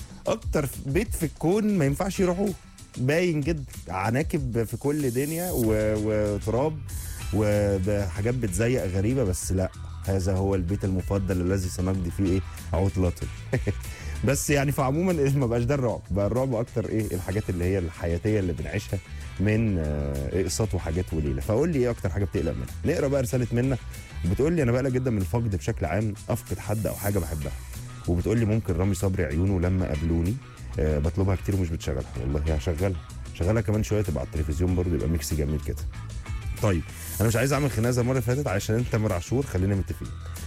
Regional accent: Alexandria, Alexandria Governorate, Egypt; من اسكندريه

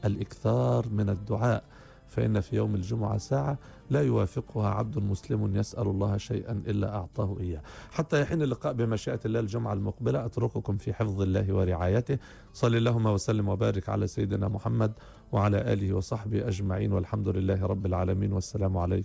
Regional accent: Egypt; انت مصري وانا مصري

